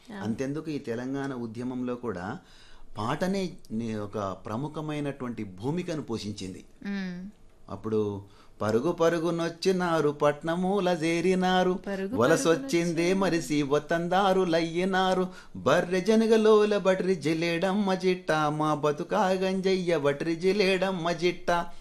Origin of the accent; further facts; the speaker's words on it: Remaddula, Telangana, India; moved away; మాది పాలమూరు జిల్లా కొల్లాపూర్ తాలూకా రేమద్దుల గ్రామం